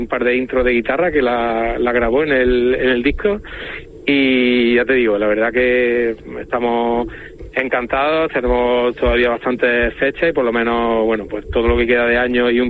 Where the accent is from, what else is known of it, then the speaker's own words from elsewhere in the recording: Córdoba, Andalusia, Spain; pues Valencia es la primera que, digamos, ciudad que nosotros somos de Córdoba